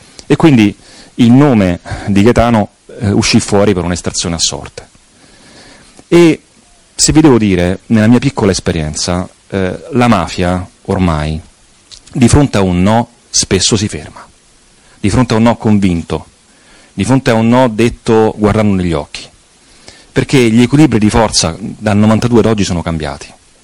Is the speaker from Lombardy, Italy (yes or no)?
no; Rome, Lazio, Italy; moved away as an adult; now in Sicily, Italy; sono romano come voi, come molti di voi, però nel 92 avevo 16 anni